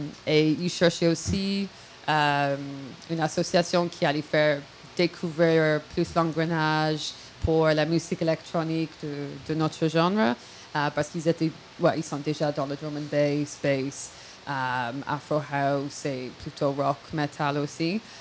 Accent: Ireland; Et même chez moi en Irlande, ça se fait beaucoup.

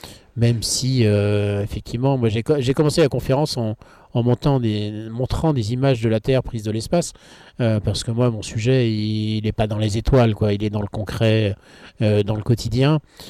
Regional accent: Brittany, France; D'abord, je suis breton, et l'été d'avant, j'avais navigué en Bretagne Nord

